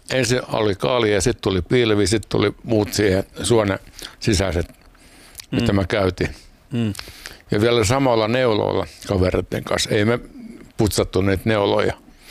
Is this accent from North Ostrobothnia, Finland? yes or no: no; Helsinki, Uusimaa, Finland; born there; mä oon syntynyt Helsingissä.